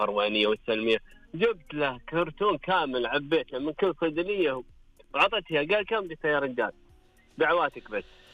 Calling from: Eastern Province, Saudi Arabia; من الساحل الشرقي إلى رياض المجد.

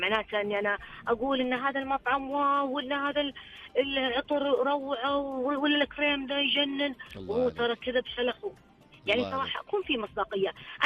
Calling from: Dammam, Eastern Province, Saudi Arabia; من الدمام.

